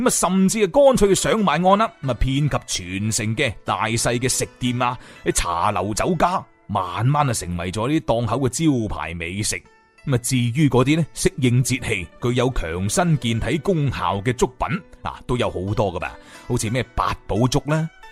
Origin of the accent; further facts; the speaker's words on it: Guangzhou, Guangdong, China; 我哋广州人呢，就将即係普语当中嘅癞蛤蟆即係癞蛤蟆叫做擒拒咁样嘅。